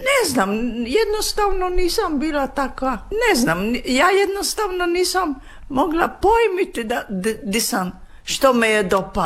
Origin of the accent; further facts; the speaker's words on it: Veli Iž, Zadar County, Croatia; moved away; Ja sam rođena u Zadru, ali sam živjela uvijek u Ižu Velom.